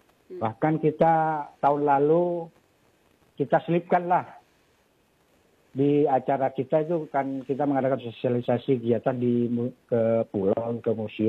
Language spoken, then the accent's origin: Indonesian; Sumenep, East Java, Indonesia; kalau dari mana, dari Sumenep.